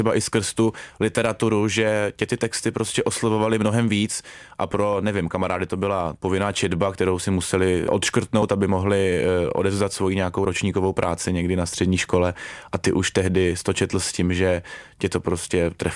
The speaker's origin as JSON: {"language": "Czech", "town": "Ostrava", "region": "Moravian-Silesian Region", "country": "Czechia", "said": "Jsem z Ostravy a moje maminka právě jako vždycky tomu tak říkala Pajdák"}